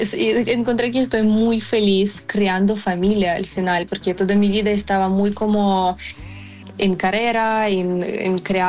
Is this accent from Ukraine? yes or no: yes; Ukraine; Spanish is a second language; moved away as an adult; also born or lived in Kyiv; now in Barcelona, Spain; Ella solo sabía que soy ucraniana.